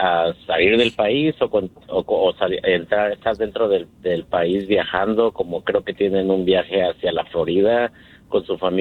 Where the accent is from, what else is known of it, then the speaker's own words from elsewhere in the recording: Mexico; porque ella es de Ecuador, su familia quería conocer México, yo soy de México